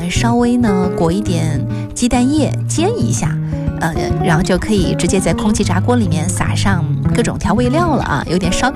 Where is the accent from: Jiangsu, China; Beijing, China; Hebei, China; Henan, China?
Jiangsu, China; Nanjing